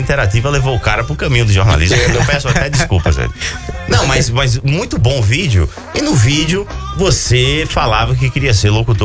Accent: Natal, Rio Grande do Norte, Brazil; moved away; o Machadão lá da minha terra.

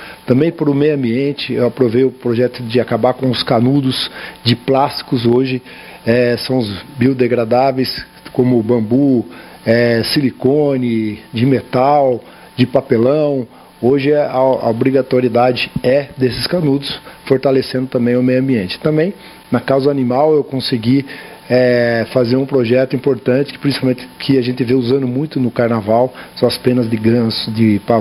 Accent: Indaiatuba, São Paulo, Brazil; Eu sou lá da região de Campinas, sou da cidade de Indaiatuba

